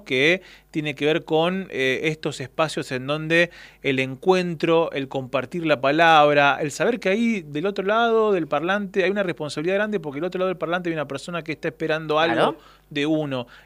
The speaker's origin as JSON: {"language": "Spanish", "region": "Patagonia", "country": "Argentina", "tie": "born or raised there", "moved": "yes", "said": "yo soy de la Patagonia"}